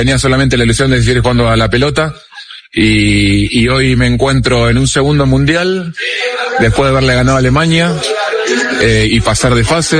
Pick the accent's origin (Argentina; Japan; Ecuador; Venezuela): Ecuador; Yo soy orgulloso de ser ecuatoriano, le gusta a quien le guste, yo soy ecuatoriano.